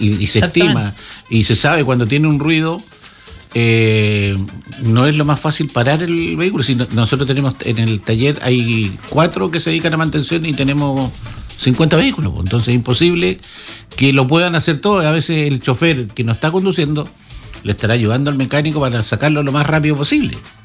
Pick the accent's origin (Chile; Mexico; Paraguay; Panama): Chile; Castro, Los Lagos